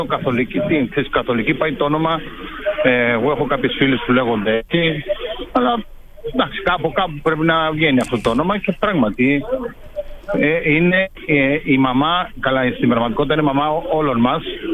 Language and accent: Greek; Venezuela; moved away; μεγάλωσα στη Βενεζουέλα, πηγαίνοντας από μικρό παιδί στην εκκλησία.